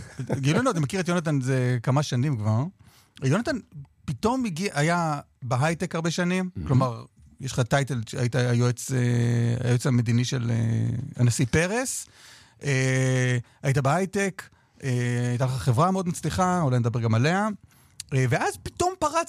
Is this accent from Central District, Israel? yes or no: no; Tel Aviv, Tel Aviv District, Israel; אני מתל אביב.